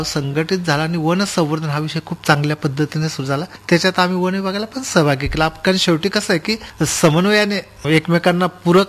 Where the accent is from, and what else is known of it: village in Nandurbar district, Maharashtra, India